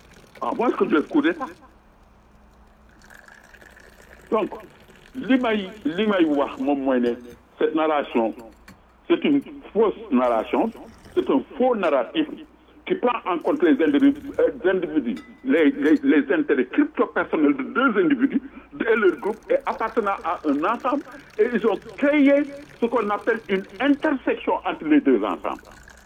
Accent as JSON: {"language": "French", "country": "Senegal", "tie": "born there", "said": "Je suis né au Sénégal. Mes parents, mes grands-parents, mes arrière-grands-parents sont sous terre au Sénégal."}